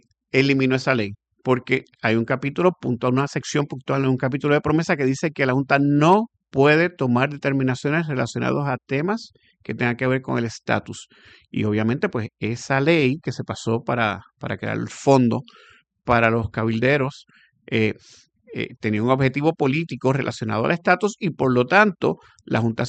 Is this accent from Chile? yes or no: no; Puerto Rico; yo honestamente como puertorriqueño